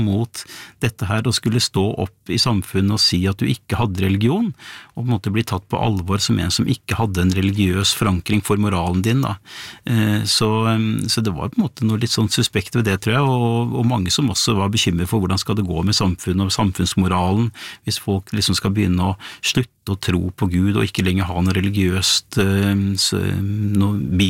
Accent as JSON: {"language": "Norwegian", "town": "Bærum", "region": "Akershus", "country": "Norway", "tie": "born or raised there", "said": "jeg vokste jo opp I Bærum på 70-tallet, blått og konservativt Bærum."}